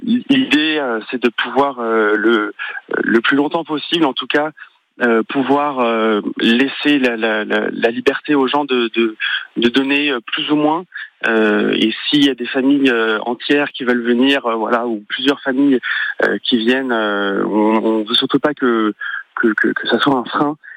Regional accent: Corsica, France; moi, je suis originaire de Saint-André-d'Ortine, donc l'un des villages de La Chinarque.

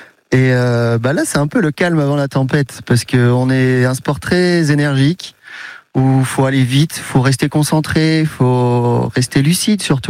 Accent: Brittany, France; now in Anglet, France; Oui, moi je viens de la Bretagne

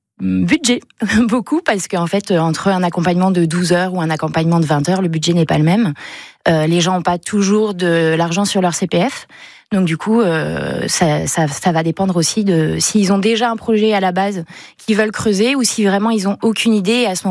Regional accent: Normandy, France; now in La Rochelle, France; Je suis normande

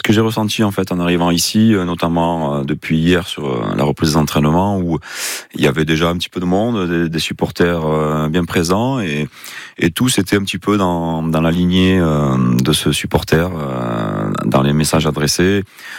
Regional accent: Bayonne, Nouvelle-Aquitaine, France; now in Laval, France; je suis bayonnais, je suis né à Bayonne

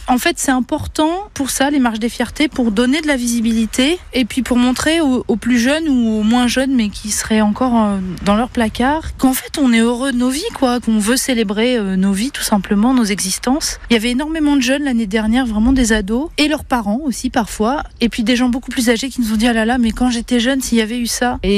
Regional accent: Bourgogne-Franche-Comté, France; Moi, je suis originaire d'ici, de Lyon, un petit village à une quinzaine de kilomètres d'Auxerre.

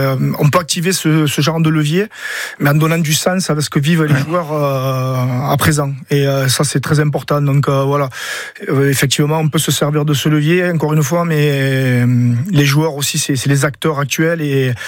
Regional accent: Collioure, Occitanie, France; Je suis originaire de Collioure

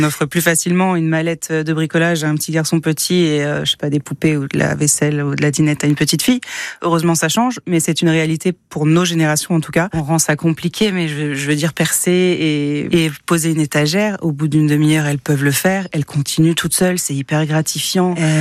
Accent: Tours, Centre-Val de Loire, France; je suis une Tourangelle de 42 ans

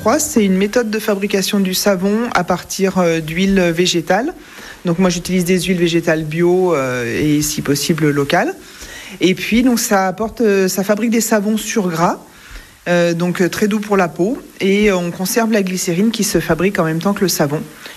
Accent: Lyon, Auvergne-Rhône-Alpes, France; now in Chapareillan, France; Moi je venais de Lyon au départ, et donc les Alpes, et voilà, ça me plaisait beaucoup d'un point de vue loisir

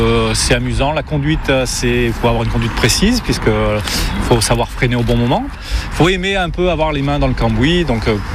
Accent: Malaucène, Provence-Alpes-Côte d'Azur, France; je suis de Malocène et je me passionne donc pour les véhicules vintage

